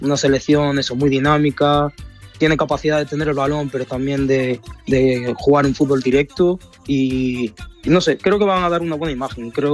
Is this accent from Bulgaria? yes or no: no; Spain; Mi color de piel así lo dice también, pero obviamente soy español y también me siento español.